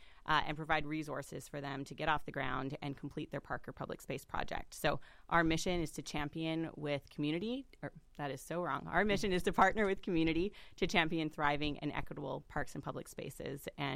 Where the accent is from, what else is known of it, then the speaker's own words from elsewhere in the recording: Vancouver, British Columbia, Canada; now in Seattle, United States; I just moved to Seattle during the pandemic. I'm from Vancouver, BC originally, and I wanted to kind of get back to the Pacific Northwest. I've been living all over the country.